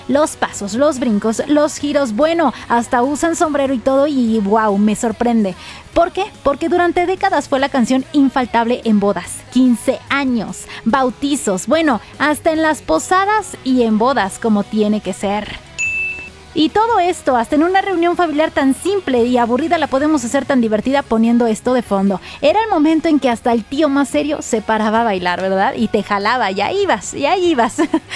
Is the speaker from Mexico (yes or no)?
yes; Mexico; somos mexicanos que hasta guisamos con picante.